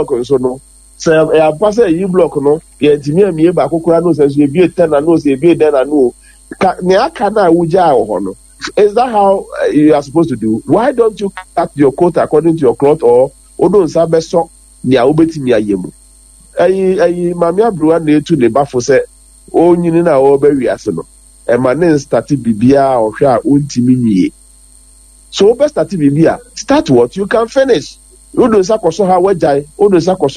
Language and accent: English; Ghana; In progress, maybe I am a Ghanaian, I would hasten slowly